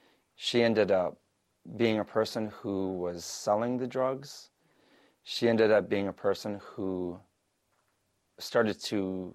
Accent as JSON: {"language": "English", "town": "Winnipeg", "region": "Manitoba", "country": "Canada", "tie": "born or raised there", "said": "I was born in Winnipeg, Manitoba."}